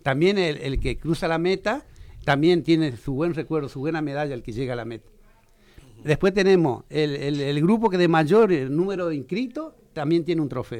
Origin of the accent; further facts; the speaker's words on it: Argentina; ahí a 50 metros al oeste, ahí nací yo, que era la casa de mi abuelo paterno